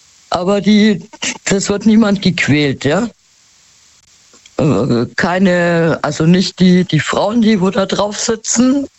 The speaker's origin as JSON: {"language": "German", "town": "Munich", "region": "Bavaria", "country": "Germany", "said": "Da war ich nämlich x-mal, weil ich komme aus München, ja."}